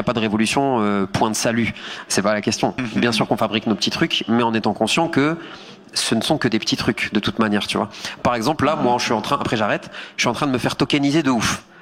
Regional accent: France; moi aussi j'ai grandi avec presque dans la Vendée, dans le nord de la France.

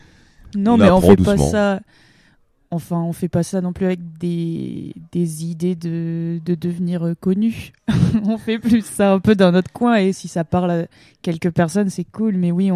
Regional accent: Occitanie, France; now in Paris, France; Moi, j'ai grandi en Loser.

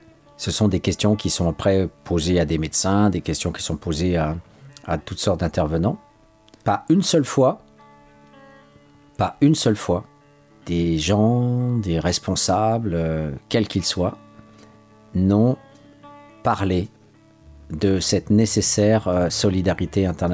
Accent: France; On est français, donc on fera ça.

